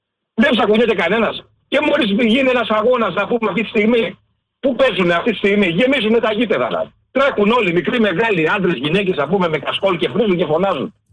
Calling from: Ilio, Attica, Greece; είμαι από Ήλιο.

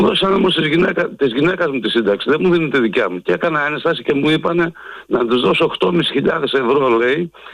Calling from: Western Greece, Greece; Είμαι από τη Γαστρίνη του νομού Ηλίας.

